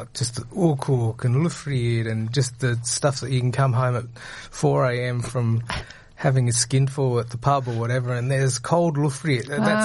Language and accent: English; Port Pirie, South Australia, Australia; moved away as an adult; I grew up in Port Pirie.